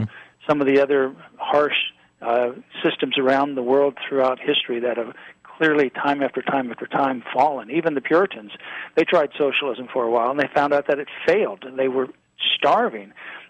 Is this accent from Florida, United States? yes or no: yes; Florida, United States; You know, when I grew up in Florida, when I was in K through 12 school